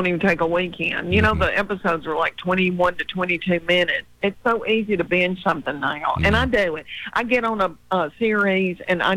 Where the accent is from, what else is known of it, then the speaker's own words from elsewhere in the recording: Adams, Tennessee, United States; And I'm from Adams, Tennessee, right outside of Nashville.